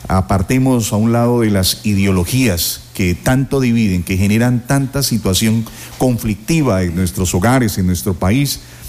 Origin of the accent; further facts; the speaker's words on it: Colombia; es que somos colombianos